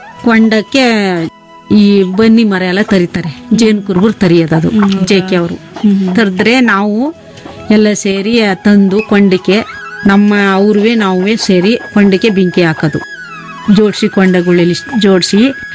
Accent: Karnataka, India; ಊರ ಹೆಸರು ಜಾಗನಕೋಟೆ ಹಾಡಿ.

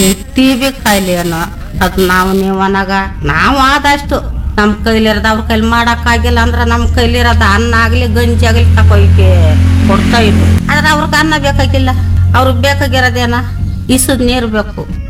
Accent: Karnataka, India; ನಾವು ಹುಟ್ಟುತ್ತ ಇದೇ ಆಡಿ ಬೆಳೆದೋದು ಇದೇ ಆಡಿ ಇದೇ ಊರು

